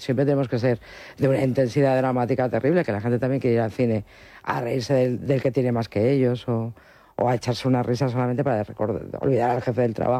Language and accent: Spanish; Spain; Los Domingos la entiendo perfectamente porque está en nuestra forma de ser como españoles.